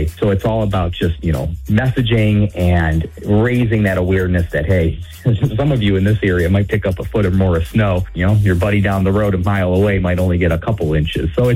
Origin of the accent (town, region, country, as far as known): Howell, Michigan, United States; born there; moved away as an adult; now in West Michigan, United States